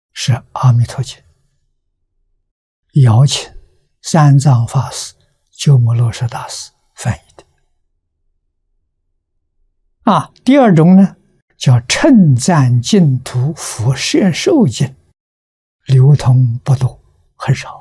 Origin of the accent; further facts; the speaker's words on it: China; 我们中国人